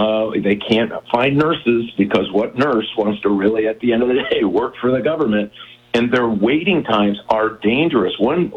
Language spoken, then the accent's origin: English; Michigan, United States; And you and I know this because we're from Michigan